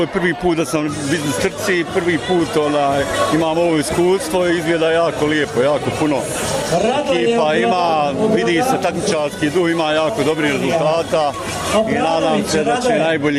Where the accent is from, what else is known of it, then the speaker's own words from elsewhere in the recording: Sarajevo, Sarajevo Canton, Bosnia & Herzegovina; dolazim iz Sarajeva.